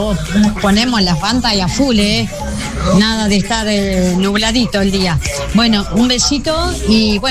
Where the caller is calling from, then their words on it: Tres Algarrobos, Buenos Aires Province, Argentina; de Tres Algarrobos.